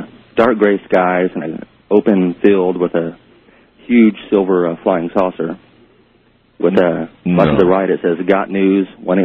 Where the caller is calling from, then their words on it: Fort Walton Beach, Florida, United States; down in Fort Walton Beach, Florida.